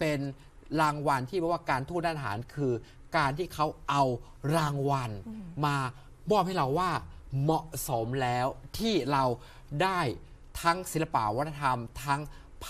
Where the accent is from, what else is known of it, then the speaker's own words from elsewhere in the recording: Bueng Kan, Thailand; ผมเป็นคนบึงกาฬ